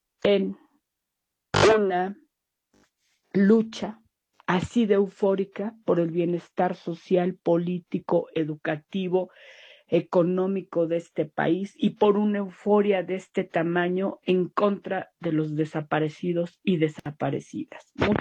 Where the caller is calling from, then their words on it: Mexico City, Mexico; de Ciudad de México.